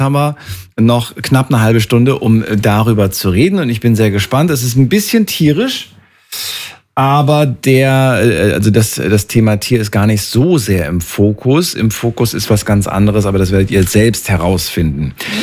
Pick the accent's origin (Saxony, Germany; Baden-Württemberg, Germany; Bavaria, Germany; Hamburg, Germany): Baden-Württemberg, Germany; Karlsruhe; Ich komme aus der Ecke Karlsruh